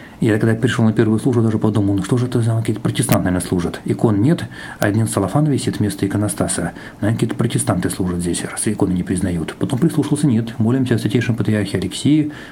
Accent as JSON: {"language": "Russian", "region": "Moscow", "country": "Russia", "tie": "born or raised there", "said": "Дело в том, что я здесь родился в этом же районе, все детство здесь прошло, в соседней школе учился все 11 лет"}